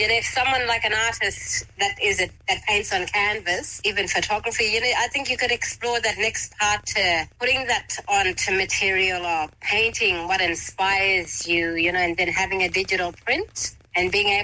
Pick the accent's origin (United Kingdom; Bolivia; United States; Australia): Australia; Halls Creek, Western Australia; now in Broome, Australia; I grew up in Hall Street, but I'm a Gidjajaru and Gunyandi woman. They're my tribes.